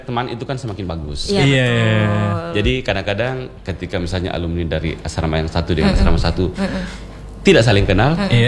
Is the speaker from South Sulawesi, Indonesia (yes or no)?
yes; South Sulawesi, Indonesia; moved away as an adult; also born or lived in Yogyakarta; kita itu kan dikenal sebagai perantau. Jadi ketika pun kita melangkah keluar dari Sulawesi itu sudah ada rasa percaya diri.